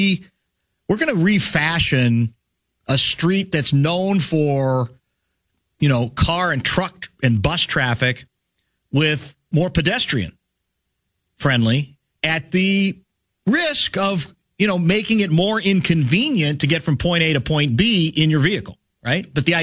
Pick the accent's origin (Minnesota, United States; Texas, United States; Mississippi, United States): Minnesota, United States; Shakopee; When I was growing up in Shakopee, there was a residential grocery store, Christensen's Grocery, and it ran across the street from the school.